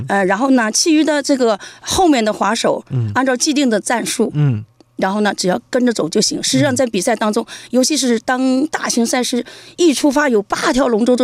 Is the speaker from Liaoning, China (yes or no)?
yes; Dalian, Liaoning, China; moved away as an adult; now in Beijing, China; 因为我算是一个北漂嘛，我的老家是大连的。